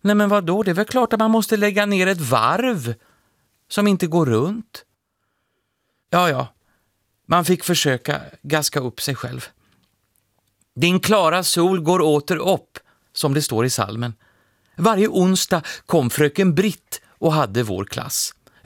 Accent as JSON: {"language": "Swedish", "town": "Uddevalla", "region": "Västra Götaland County", "country": "Sweden", "tie": "born or raised there", "said": "Jag är född och uppvuxen i Uddevalla"}